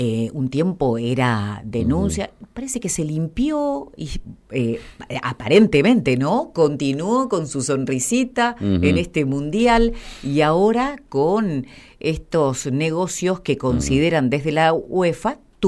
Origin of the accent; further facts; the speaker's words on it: Argentina; independiente que somos argentinos